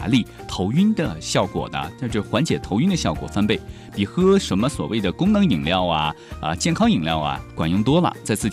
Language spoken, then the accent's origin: Chinese; Kunming, Yunnan, China; 我们昆明人的话基本上是吹不到空调的